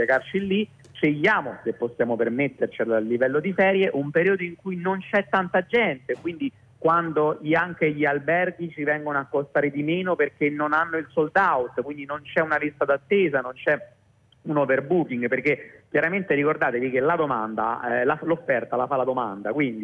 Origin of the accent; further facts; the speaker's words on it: Rome, Lazio, Italy; io adesso parlo da romano